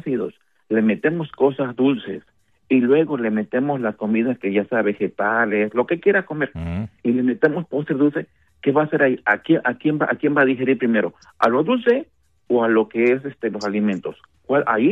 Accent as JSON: {"language": "Spanish", "country": "Mexico", "said": "Yo soy mexicano."}